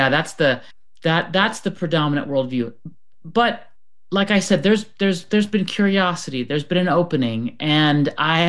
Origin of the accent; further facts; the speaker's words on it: Florida, United States; born there; Mom from France, and my dad from Pakistan. And when they got together, they moved to America for the American dream, and that's where I was born in Florida.